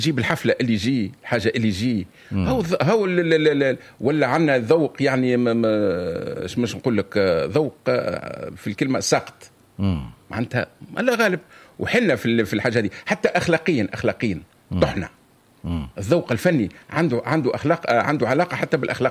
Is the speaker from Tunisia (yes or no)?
yes; Tunisia; أنا كتونسي نحشم